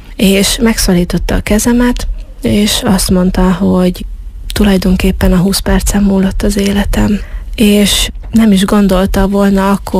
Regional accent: Zakarpattia Oblast, Ukraine; born or raised there; first language Hungarian; moved away

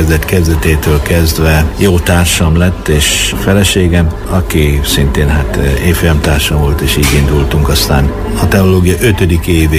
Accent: Bükkaranyos, Borsod-Abaúj-Zemplén, Hungary; Bükk Aranyos nevű településen nőttem fel, nőjettem fel valóban lelkész családban.

